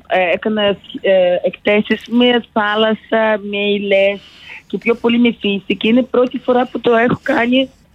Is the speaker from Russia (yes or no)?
yes; Moscow, Russia; Greek is a second language; now in Greece; Όχι, δεν είμαι από την Ελλάδα, είμαι από τη Μόσχα.